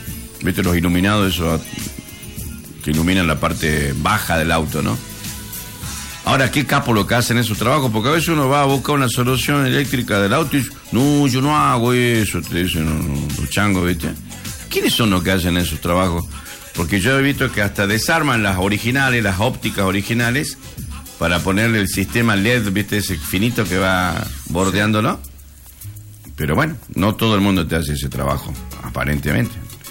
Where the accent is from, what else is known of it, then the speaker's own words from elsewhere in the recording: Campo Santo, Salta, Argentina; moved away as an adult; now in Salta, Argentina; yo me vine hace muchísimos años de mi pueblo ya. Tengo más años vivido en Capital que los que tengo de haber vivido en mi pueblo. Yo me vine a los 20 años exactamente a Salta Capital